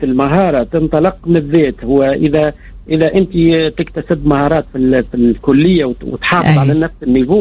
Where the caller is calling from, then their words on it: Sfax, Sfax Governorate, Tunisia; اللي عندنا في صفاقس